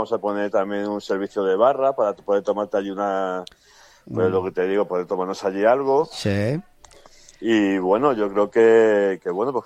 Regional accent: Alcorcón, Community of Madrid, Spain; nosotros somos de Alcorcón, casi todos siempre.

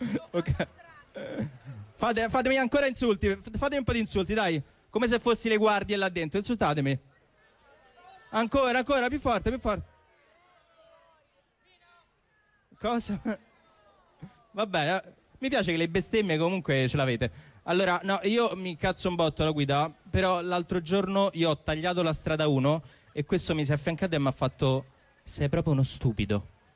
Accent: Rome, Lazio, Italy; born there; io sono di Prati. Vabbè, per chi non conosce Prati, Prati è quel quartiere di Roma talmente ricco

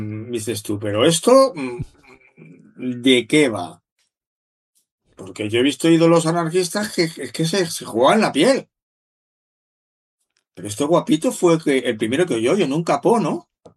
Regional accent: Madrid, Community of Madrid, Spain; yo soy de Madrid

